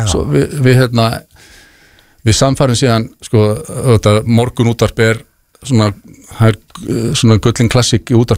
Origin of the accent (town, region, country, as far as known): Garðabær, Capital Region, Iceland; born or raised there